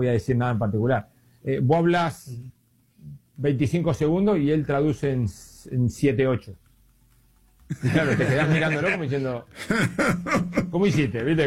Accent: Uruguay; moved away as an adult; now in London, United Kingdom; En el 2004 terminé de jugar y me fui a Uruguay porque quería tener de vivir en mi país. Y después de un año y medio me volví a Londres. Uruguay es un poco lento para mi energía y mi forma de vivir.

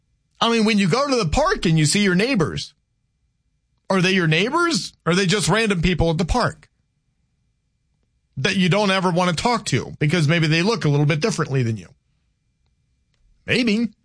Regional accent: Louisiana, United States; now in North Dakota, United States; I was from Louisiana. At the time, I'd only been in North Dakota like, 7 years. I've been here 17 years now.

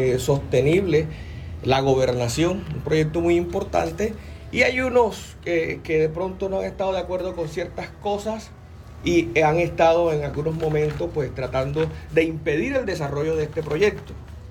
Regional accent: Santa Catalina, Bolívar, Colombia; todos somos cataneros y vivimos en el municipio de Santa Catalina.

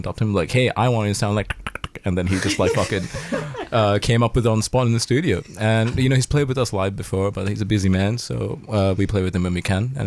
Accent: Sri Lanka; accent: Sri Lankan; Wait, I feel like I didn't use my Sri Lankan accent.

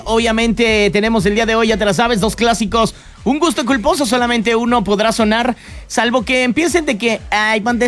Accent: Mexico City, Mexico; now in Querétaro, Mexico; somos mexicanos y aguantamos la vara, ya, como cuando llegué aquí a Querétaro que me dijeron, cámara chilanguito

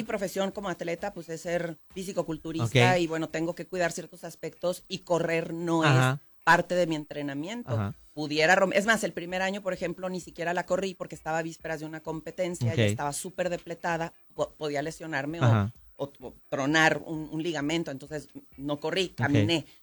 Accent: Ciudad Juárez, Chihuahua, Mexico; O sí, sea, al final soy chihuahuense de Juárez, que viva, que esté, o vaya y venga aquí al Paso, Texas, pues al final somos ciudades hermanas.

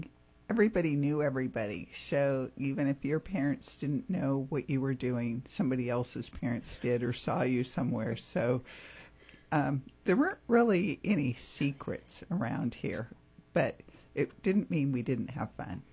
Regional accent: Grass Valley, California, United States; moved away as an adult; also born or lived in Sacramento; I first moved to Sacramento and told people I was from Grass Valley, and nobody had even heard of Grass Valley. It was that small.

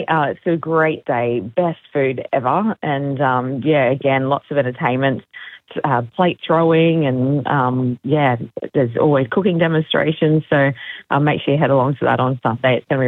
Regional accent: Queensland, Australia

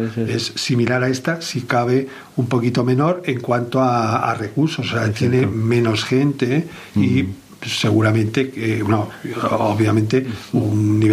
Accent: Madrid, Community of Madrid, Spain; moved away as an adult; also born or lived in Alicante / Barcelona / Zaragoza / Canary Islands; now in Alcoy, Spain; Tuve varios destinos en Madrid porque, bueno, es la ciudad de la que provengo, aunque no nací en Madrid, pero desde niño fui allí

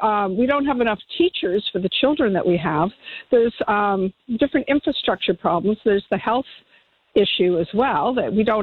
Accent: Canada; now in New Zealand; even though I'm Canadian, or was, you know, coming here, there is different cultural norms here.

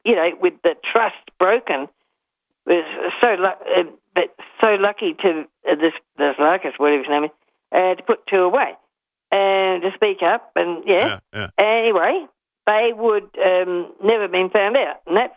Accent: Snowtown, South Australia, Australia; born there; I was born in Snowtown, I'm very proud of it.

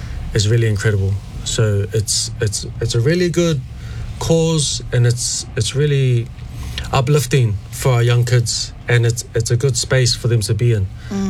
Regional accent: Grey Lynn, Auckland, New Zealand; also born or lived in Niue; from Liku mo Hikutuvake. And half Nguyen, half Māori, grew up in Greyland.

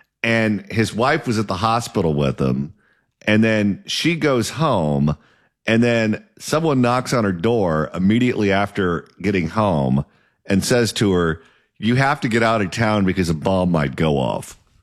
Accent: Garden Grove, California, United States; All right, so there is a problem at an aerospace facility in my hometown of Garden Grove.

